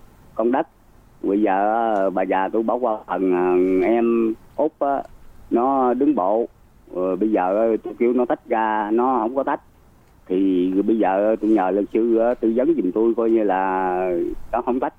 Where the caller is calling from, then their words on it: Đồng Tháp, Vietnam; Dạ tôi ở Đồng Tháp.